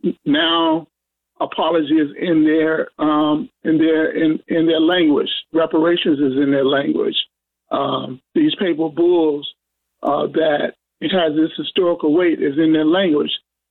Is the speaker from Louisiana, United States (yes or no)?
no; Chicago, Illinois, United States; the Pope is from Chicago, I'm from Chicago, the Chicago connection